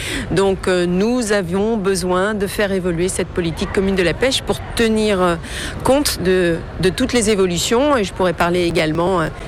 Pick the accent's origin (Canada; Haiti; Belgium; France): France; Brittany; je suis bretonne